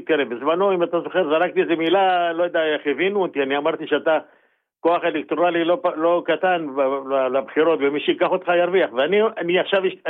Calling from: Tel Aviv, Tel Aviv District, Israel; מתל אביב, אתה זוכר אותי.

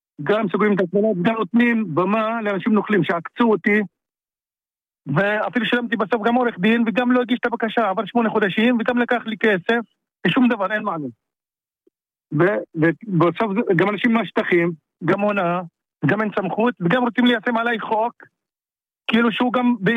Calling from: Lod, Central District, Israel

